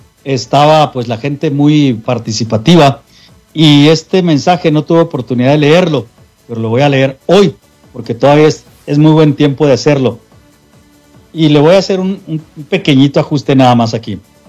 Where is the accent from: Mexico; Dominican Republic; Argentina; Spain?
Mexico; moved away